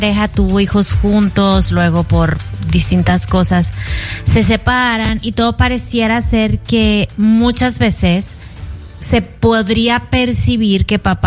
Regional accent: Mexico; te hablo yo como mexicana

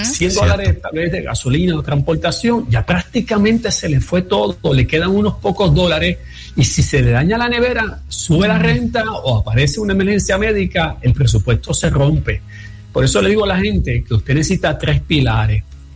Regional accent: Yabucoa, Puerto Rico; moved away; la Iglesia Evangélica Congregacional de Yabucoa, de mi pueblo

